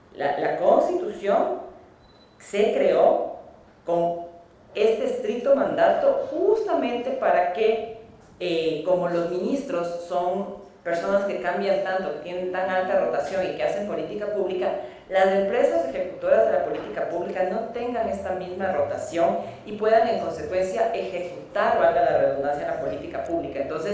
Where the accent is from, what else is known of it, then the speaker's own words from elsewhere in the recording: Ecuador; lo que queremos todos como ecuatorianos